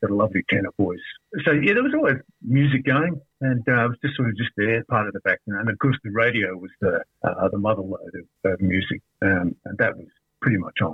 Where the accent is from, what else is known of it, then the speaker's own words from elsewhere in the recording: Toronto, Ontario, Canada; I grew up in Toronto, so I'm a product of the lake.